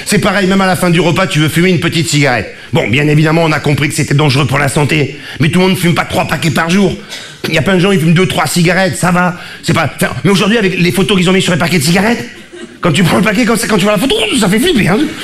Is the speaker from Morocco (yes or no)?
no; Marseille, Provence-Alpes-Côte d'Azur, France; now in Paris, France